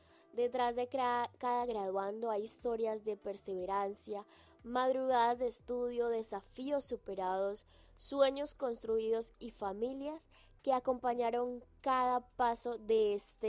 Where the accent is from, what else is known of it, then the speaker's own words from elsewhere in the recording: Colombia; ganamos como colombianos